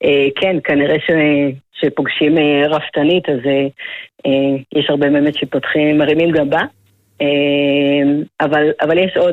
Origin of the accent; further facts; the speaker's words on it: Givat Yoav, Northern District, Israel; נכון, אז אני בת גבעת יואב, נולדתי וגדלתי בגבעת יואב, אבא שלי הוא מהמייסדים של המושב